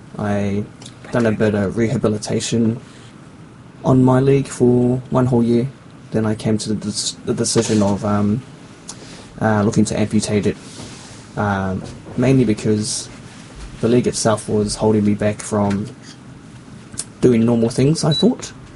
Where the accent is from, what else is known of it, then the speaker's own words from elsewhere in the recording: New Zealand; I'm a Paralympian from New Zealand